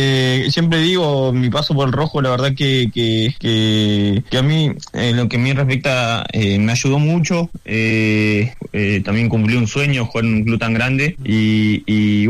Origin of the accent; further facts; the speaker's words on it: Neuquén, Argentina; la verdad que soy de Neuquén, pero se me ha pegado un poquito la tonada. Es difícil todo el día escuchando a los cordobeses que no se te pegue un poco.